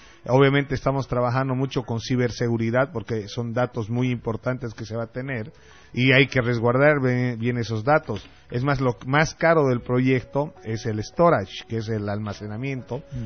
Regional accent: Santa Cruz de la Sierra, Santa Cruz, Bolivia; born there; also born or lived in Sucre; Yo soy nacido en Sucre, pero he salido bachiller acá, he estudiado medicina aquí en Santa Cruz. Soy un cruceño más.

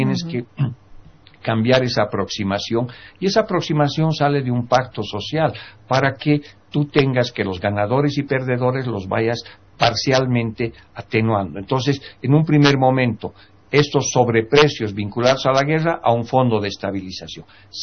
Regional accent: Bolivia

